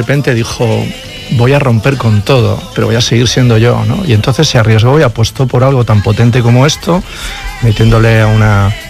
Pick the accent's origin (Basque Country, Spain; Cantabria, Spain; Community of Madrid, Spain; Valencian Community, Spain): Cantabria, Spain; Los Corrales de Buelna; Nací en los Corrales de Buelna en el 62, es decir, tengo 64 años.